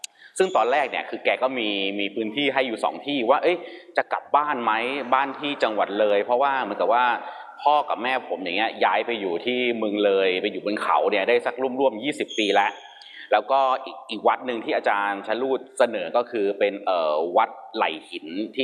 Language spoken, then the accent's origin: Thai; Bangkok, Thailand; ผมอาจจะเหมือนกับว่าเรียนและโตที่กรุงเทพแต่เหมือนกับว่าทางแม่จะมีเชื้อมอญพ่อจะเป็นคนใต้